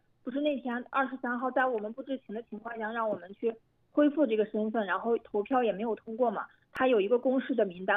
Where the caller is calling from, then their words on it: Baotou, Inner Mongolia, China; 我是就是包头市区的东河区的。